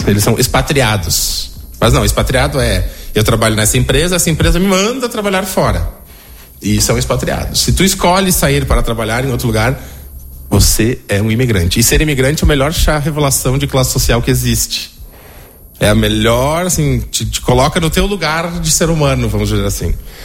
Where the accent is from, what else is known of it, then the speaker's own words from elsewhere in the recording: Brazil; moved away as an adult; now in Portugal; E gosto muito de ser latino. Gosto muito de ser brasileiro.